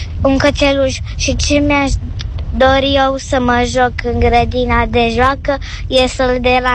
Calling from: Bucharest, Romania; din București, am 7 ani

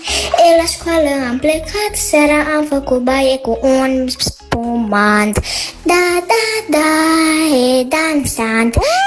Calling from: Lisaura, Romania; din Lisaura, am 8 ani

